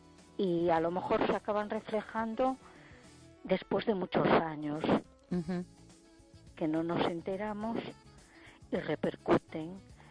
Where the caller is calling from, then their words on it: A Coruña, Galicia, Spain; de Coruña.